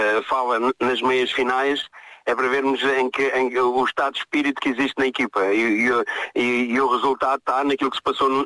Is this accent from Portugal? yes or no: yes; Portugal; como português, como um amante de desporto e do futebol.